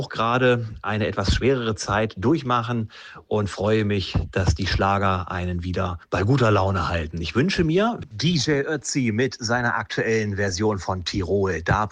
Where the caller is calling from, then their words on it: Bavaria, Germany; Hier ist der … ich sitze hier in Niederbayern im schönen Garten in der Sonne